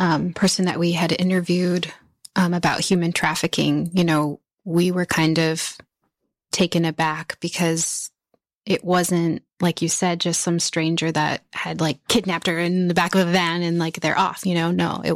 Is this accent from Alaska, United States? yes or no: yes; Utqiagvik, Alaska, United States; growing up in Barrow